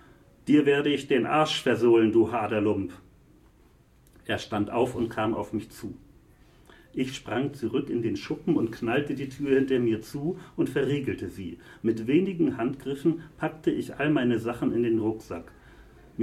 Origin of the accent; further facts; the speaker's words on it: Northern Germany, Germany; Ich fremde ja als Norddeutscher mit solchen Begriffen sehr.